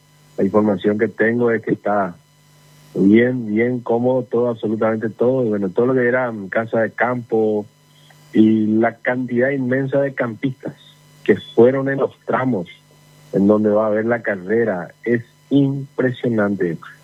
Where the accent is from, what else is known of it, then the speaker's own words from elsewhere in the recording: Paraguay; como paraguayo me siento muy patriota